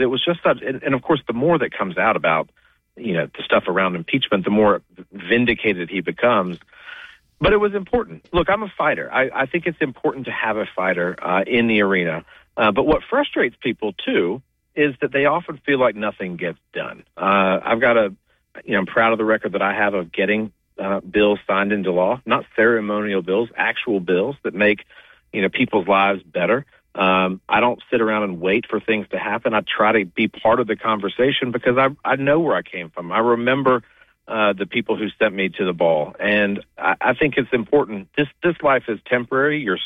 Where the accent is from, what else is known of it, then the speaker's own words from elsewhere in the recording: Socastee, South Carolina, United States; also born or lived in Surfside Beach, South Carolina; So I'm originally from Surfside Beach. I grew up in a little town called Socastee.